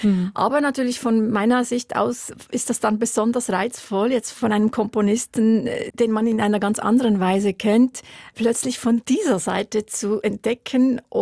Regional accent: Wollerau, Schwyz, Switzerland; also ich bin in Wollerau aufgewachsen und da waren Ländler-Stubetten am Wochenende in so kleinen Beizen gehörten einfach zur Tradition

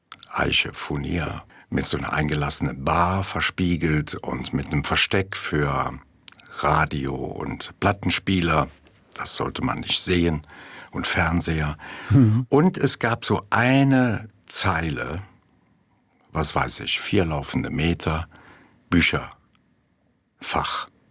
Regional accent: Mayen, Rhineland-Palatinate, Germany; born or raised there

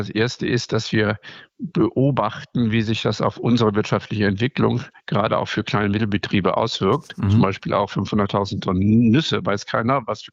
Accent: Northern Germany, Germany; Nein, also da bin ich als Norddeutscher, wie Sie eben schon einleitend schon gesagt haben, sturmerprobt.

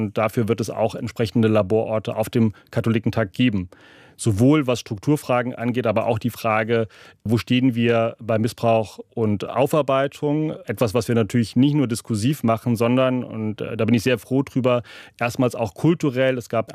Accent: Rhineland, Germany; Ich bin selber Jahrgang 81 und gehöre vielleicht noch zu der letzten Generation. Ich komme aus dem Rheinland, wo man in eine Volkskirche hineingeboren wurde.

